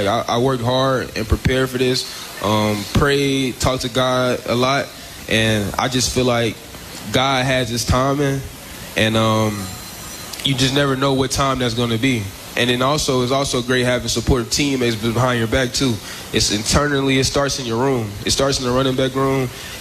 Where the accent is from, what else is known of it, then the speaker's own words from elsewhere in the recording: Arkansas, United States; I love my hometown state.